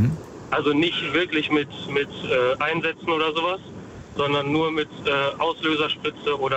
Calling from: Dortmund, North Rhine-Westphalia, Germany; Okay, ja gut, dann aus Dortmund.

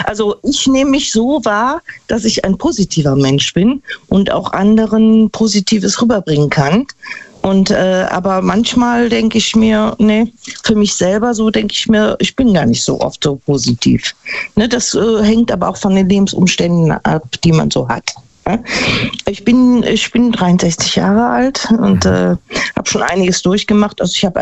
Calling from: Neunkirchen-Seelscheid, North Rhine-Westphalia, Germany; Ja, ich bin aus Neunkirchen-Sülscheid

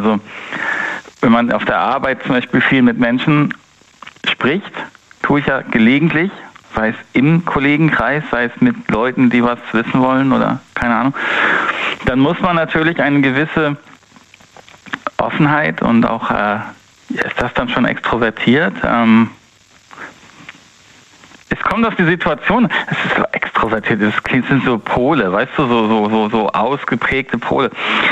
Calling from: North Rhine-Westphalia, Germany; Ich komme aus dem Rhein-Sieg-Kreis.

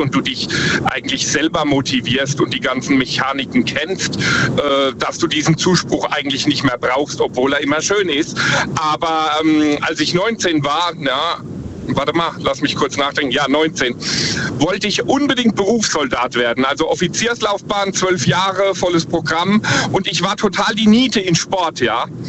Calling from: Ruppertsberg, Rhineland-Palatinate, Germany; Ich komme aus der Ecke Rupertsberg.

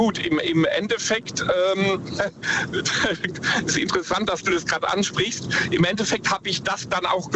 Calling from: Ruppertsberg, Rhineland-Palatinate, Germany; Ich komme aus der Ecke Rupertsberg.

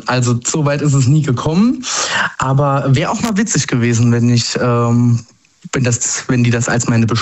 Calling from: Saarland, Germany; Aus der Nähe von Saarbrücken im Saarland.

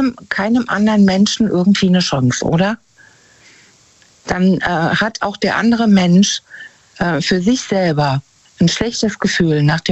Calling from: North Rhine-Westphalia, Germany; Aus der Nähe von Bonn

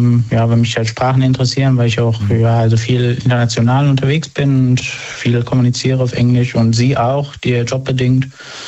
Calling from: Rhineland-Palatinate, Germany; Westerwald.

